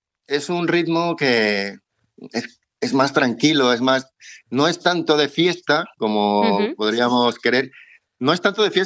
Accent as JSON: {"language": "Spanish", "country": "Venezuela", "moved": "yes", "lives_now": "Valladolid, Spain", "said": "cuando vivíamos en Venezuela, porque soy venezolano, aunque llevo 20 años aquí en España."}